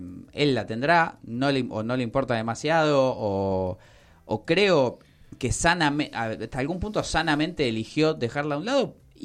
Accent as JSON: {"language": "Spanish", "country": "Argentina", "said": "somos argentinos"}